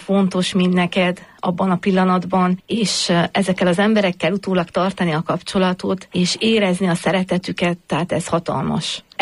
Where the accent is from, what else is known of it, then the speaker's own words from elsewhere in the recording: Transylvania, Romania; Mi érdekes, tehát Erdélyből származom, és nekünk teljesen más, mi ebben növünk bele, tehát ez a mi életünk